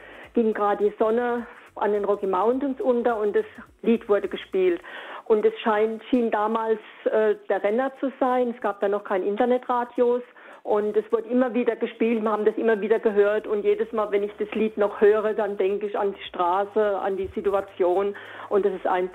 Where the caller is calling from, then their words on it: Kreuzschach, Carinthia, Austria; Ja, hallo, aber ich bin aus Kreuzschach, nicht aus Reifnitz.